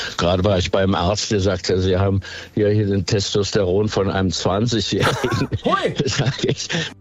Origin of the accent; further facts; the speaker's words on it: Hesse, Germany; born there; immer noch gebürtiger Hesse.